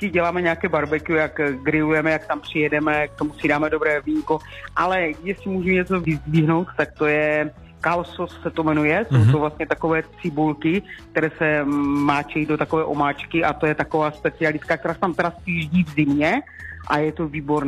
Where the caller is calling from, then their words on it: Havířov, Moravian-Silesian Region, Czechia; já jsem z Havířova